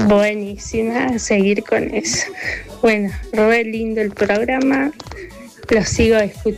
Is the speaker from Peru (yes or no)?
no; Córdoba, Argentina; now in Río Ceballos, Argentina; Yo nací y crecí en Alto Alvear, en la calle 9 de Julio, al remiso del Rey de Belgrano.